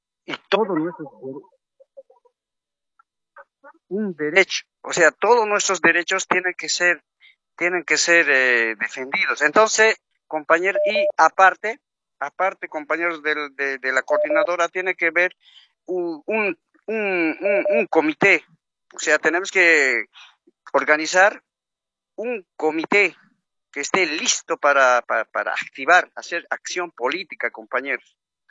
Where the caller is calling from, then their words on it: Cochabamba, Bolivia; desde Cochabamba.